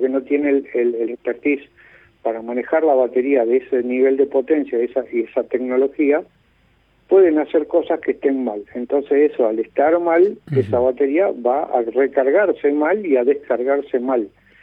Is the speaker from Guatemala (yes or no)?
no; Uruguay; moved away as an adult; now in Argentina; yo soy uruguayo y vivo acá hace 25 años.